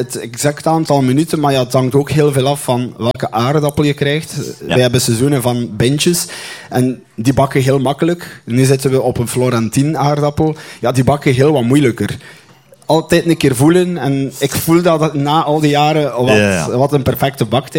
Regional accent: Ardooie, West Flanders, Belgium; Lauraline, dat is mijn achtergebuur geweest. We zijn allebei van Ardooien.

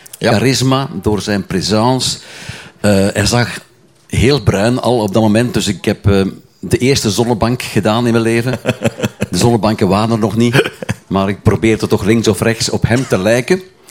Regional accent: Ghent, Flanders, Belgium; born there; also born or lived in Canary Islands; ik ben geboren in Gent, dus ik ben een ras echte Vlaming.

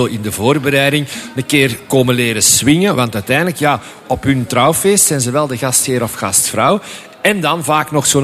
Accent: Flanders, Belgium; Ik kom zelf oorspronkelijk uit de Kempen, ook al is de dansstudio in Antwerpen.

